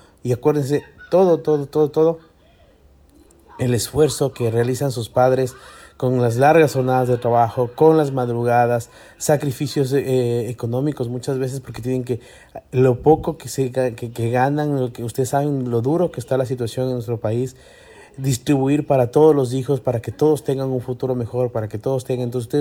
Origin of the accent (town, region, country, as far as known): Ecuador